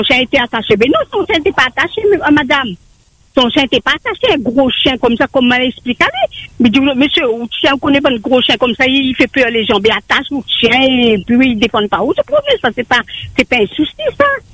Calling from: Saint-Denis, Réunion; Je téléphone de Moufia.

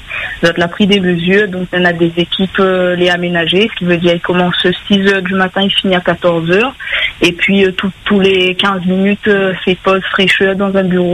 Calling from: Vénissieux, Auvergne-Rhône-Alpes, France

